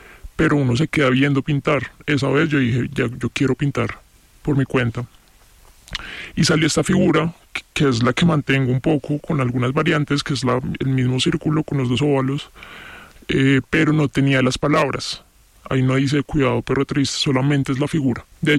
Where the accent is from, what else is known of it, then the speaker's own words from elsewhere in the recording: Bogotá, Colombia; llego a un barrio radicalmente distinto desde el sur de Bogotá, que es de donde soy